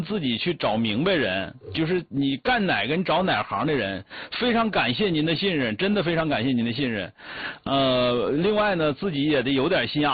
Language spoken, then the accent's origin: Chinese; Changchun, Jilin, China; 我是东北的长春的